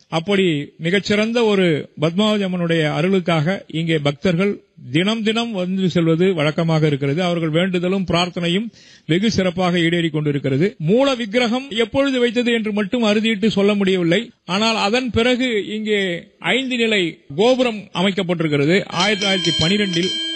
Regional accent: Vilukkam, Tamil Nadu, India; நான் இந்த விழுக்கம் கிராமத்தை சேர்ந்தவன்.

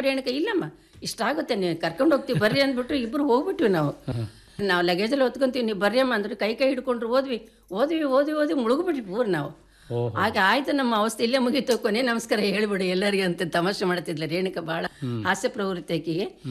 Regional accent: Maremmanahalli, Karnataka, India

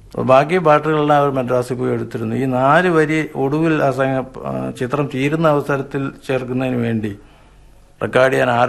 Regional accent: Thiruvattar, Tamil Nadu, India; born there; ഞാൻ ജനിച്ചത് ഇന്നത്തെ കന്യാകുമരി ഡിസ്ട്രിക്റ്റിലെ തിരുവട്ടാറെന്ന ഗ്രാമത്തിലാണ്.

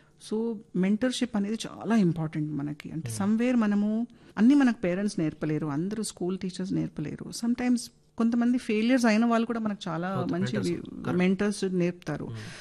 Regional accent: Hyderabad, Telangana, India; నాకు కొంచెం హిందీ వచ్చు హైదరాబాదీ కదా

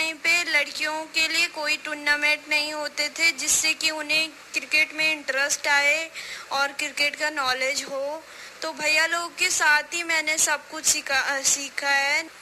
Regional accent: Margaon, Uttarakhand, India; मैं पौड़ी डिस्ट्रिक्ट से हूँ। मेरे गांव का नाम मरगांव है जो कि खिरसू ब्लॉक में आता है।

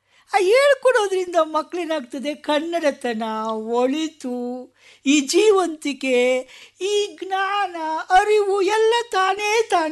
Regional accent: Bengaluru, Karnataka, India; ನಾನು ಬೆಂಗಳೂರಿನವನು

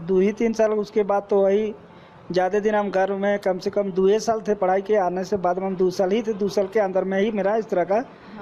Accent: Jharkhand, India; ग्राम नचलदाग, थाना नामकुम है।

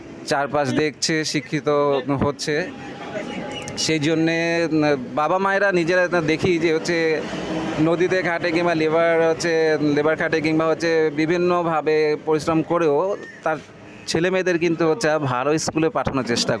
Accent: West Bengal, India

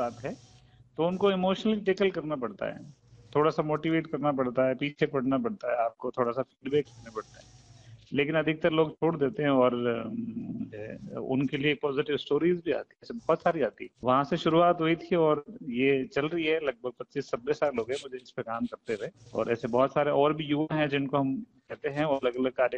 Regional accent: Nagaur district, Rajasthan, India; now in Karauli district, India; मैं नागौर जिले से आता हूं और मेरी स्कूलिंग राजस्थान से हुई है ग्रेजुएशन।

